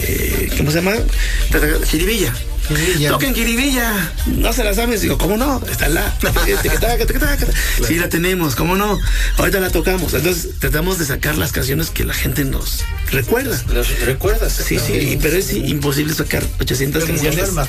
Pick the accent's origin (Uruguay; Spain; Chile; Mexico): Mexico; Puebla; como somos acá de Puebla